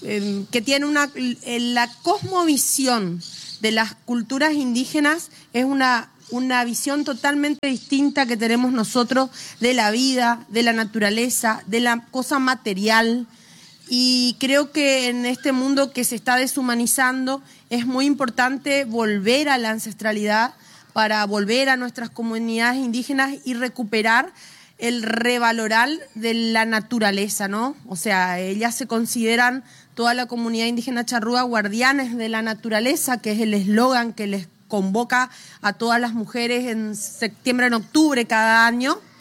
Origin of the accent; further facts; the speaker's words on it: Virasoro, Corrientes, Argentina; Yo vengo de Virasoro, Corrientes, departamento de Santo Tomé.